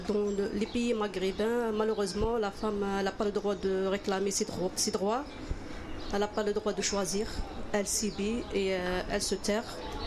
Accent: Algeria; moved away as an adult; now in France; J'ai eu cette chance dans mon pays natal, en Algérie. Et je suis venue ici pour continuer ces études

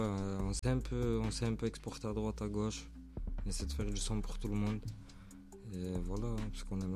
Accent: Toulouse, Occitanie, France; Je viens de Toulouse et Mirail, 3100.

